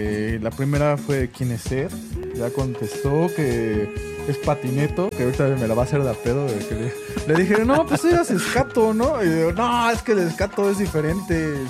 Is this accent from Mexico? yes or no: yes; Santa Julia, Mexico; accent: cantadito; Perdón, es que crecí en Santa Julia. Ya se me nota mucho. Luego hablo muy cantadito.